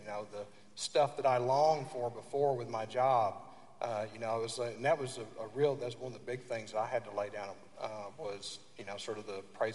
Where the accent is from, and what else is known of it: Oklahoma, United States